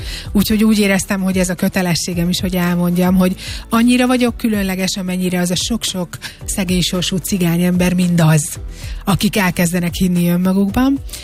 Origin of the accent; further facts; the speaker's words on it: Hungary; now in Budapest, Hungary; Én vidéken nőttem fel, az még a sokkal inkább szegregáltabb lét volt, mint a fővárosban, vagy a nagyvárosokban.